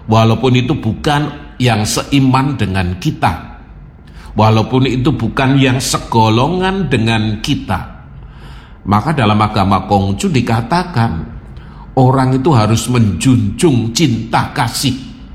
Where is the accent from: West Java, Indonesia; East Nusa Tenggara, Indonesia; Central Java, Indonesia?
Central Java, Indonesia; Surakarta; saya dari Solo diminta ke sana.